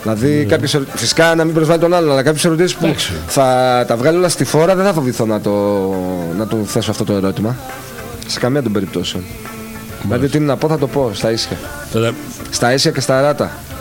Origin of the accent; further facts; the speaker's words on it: Greece; Εγώ και ο διπλανός μου είμαστε Έλληνες.